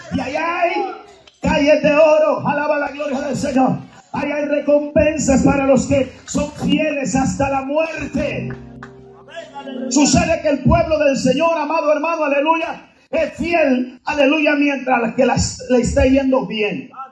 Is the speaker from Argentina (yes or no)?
no; Guatemala; ya, hermano, no sé ni de dónde soy. Yo estoy revuelto con hondureños, cubanos. Yo sigo diciendo que soy de Guatemala, pero ya no se me oye igual, hermano.